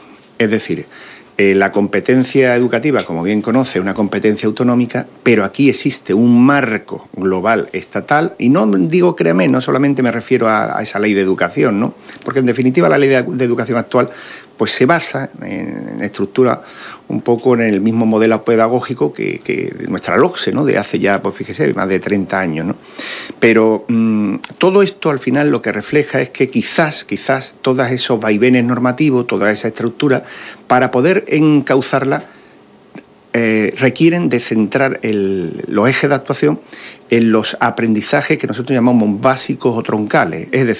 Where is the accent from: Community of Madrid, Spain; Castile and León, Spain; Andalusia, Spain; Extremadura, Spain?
Andalusia, Spain; moved away; igual que los centros de mi tierra, ¿no?, de origen, de Andalucía